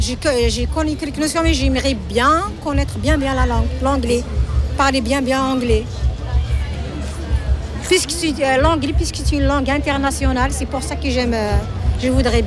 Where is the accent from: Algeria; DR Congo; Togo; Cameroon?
Algeria; Kabylie; first language Kabyle; French is a second language; L'anglais, je parle kabyle, c'est ma langue maternelle. Je parle arabe, je parle français et j'ai quelques notions en anglais.